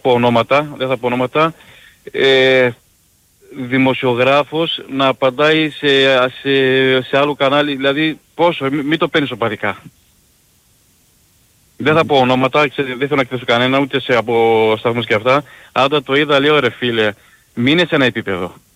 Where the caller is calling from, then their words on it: Cyprus; Γεια σου φίλε μου Κώστα … από Κύπρο.